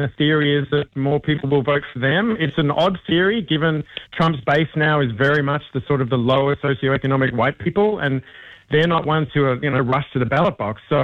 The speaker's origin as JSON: {"language": "English", "country": "Australia", "said": "It is interesting as an Australian"}